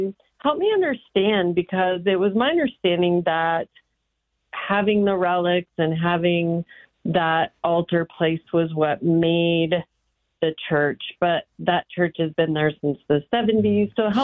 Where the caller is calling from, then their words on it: Fort Collins, Colorado, United States; I'm calling from Fort Collins, which is very close to Loveland. My home parish is your parish.